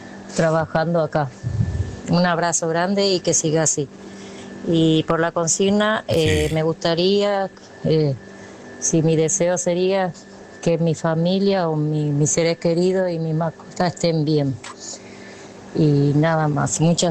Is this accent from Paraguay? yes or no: yes; Paraguay; moved away as an adult; now in Burlingame, United States; Y yo soy de Paraguay, hace 40 años que estoy acá y tengo una pequeña panadería